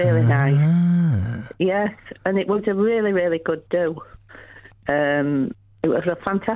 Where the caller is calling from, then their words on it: Bradford, Yorkshire and the Humber, United Kingdom; Yeah, I'm from Bradford.